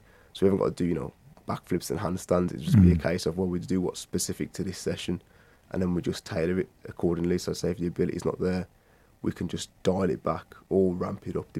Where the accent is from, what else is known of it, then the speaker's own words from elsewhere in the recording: Wolverhampton, West Midlands, United Kingdom; back when I was growing up in Wolverhampton